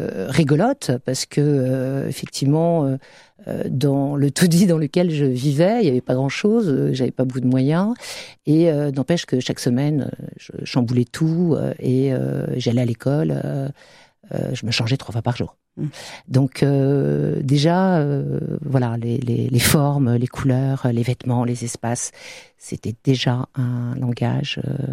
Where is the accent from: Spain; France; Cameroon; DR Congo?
France; Puteaux, Île-de-France; born there; Alors je suis née en 1971 à Puteau, un département des Hauts-de-Seine, dans une famille immigrée, très modeste